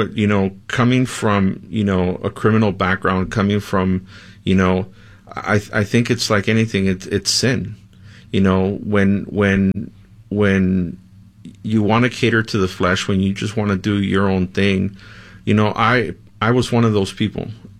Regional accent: Watts, California, United States; also born or lived in Mexico; So, although I was born in Mexico, I was raised in Watts, and at a young age, I got, you know, initiated into a gang

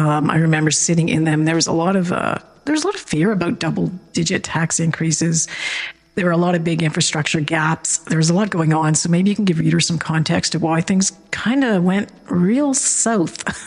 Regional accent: Sudbury, Ontario, Canada; I'm a Sudbury-an

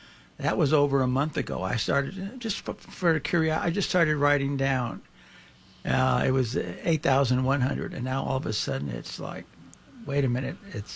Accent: Los Angeles, California, United States; also born or lived in Lincoln Heights, Los Angeles; growing up in the San Fernando Valley. My family moved from Lincoln Heights in 1955 when I was seven

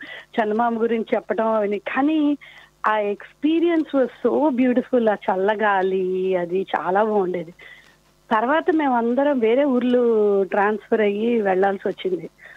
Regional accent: Vijayawada, Andhra Pradesh, India; మేము కూడాను చిన్నప్పుడు విజయవాడలో చాలా పెద్ద ఫ్యామిలీ మాది కూడా అన్నమాట. బాబాయిలు, అత్త అందరూ ఒకటే ఇంట్లో ఉండేవాళ్ళం. మూడు అంతస్తుల మేడ అది.

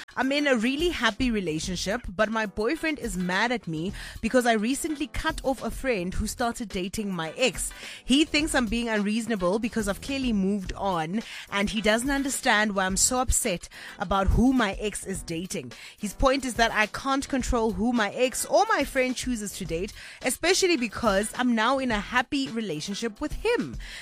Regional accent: Kimberley, Northern Cape, South Africa; my hometown of Kimberley.

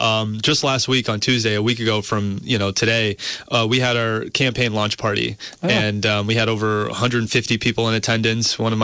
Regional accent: South Burlington, Vermont, United States; And it's also in my hometown of South Burlington, where, you know, I'm from.

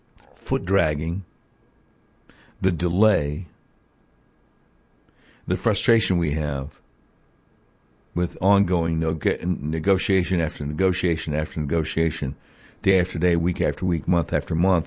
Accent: United States; As an American

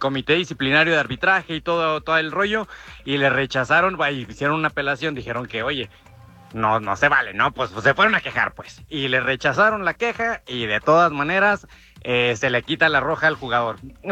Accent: Mexico; yo sé que aquí somos todos mexicanos

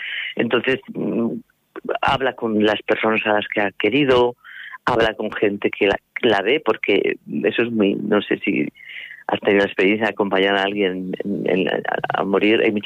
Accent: Aragon, Spain; Pero yo soy, como buena aragonesa, soy, tengo un punto así brutica

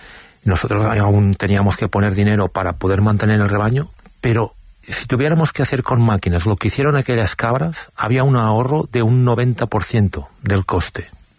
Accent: Sant Sadurní d'Anoia, Catalonia, Spain; Yo, por ejemplo, en mi pueblo, es un pueblo que está rodeado de viñedos, San Sadurní de Noia

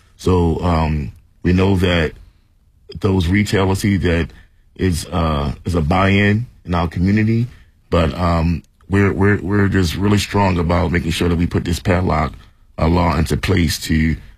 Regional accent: Baltimore, Maryland, United States; me, myself, born and raised in East Baltimore and growing up in certain environments

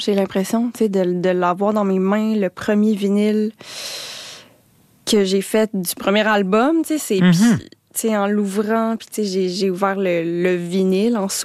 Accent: Quebec City, Quebec, Canada; now in Montreal, Canada; je viens de Québec.

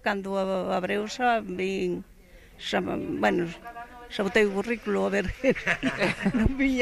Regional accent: Noia, Galicia, Spain; Bueno, yo soy de la... para la de Noya.

